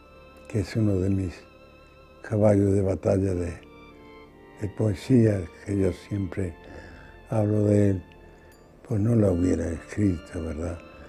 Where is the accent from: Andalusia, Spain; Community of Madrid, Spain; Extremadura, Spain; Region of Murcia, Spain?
Andalusia, Spain; Cádiz; moved away as an adult; En Cádiz, en la bahía de Cádiz, yo soy gaditano. Por los cuatro costados, yo todo lo que hago se refleja mucho el mar aquel donde yo viví y donde me crié